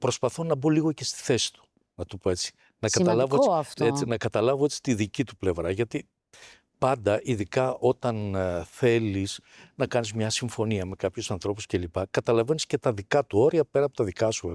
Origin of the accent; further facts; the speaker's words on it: Peloponnese, Greece; Μεγάλωσα στο Μάνερ Αρκαδίας καταρχάς.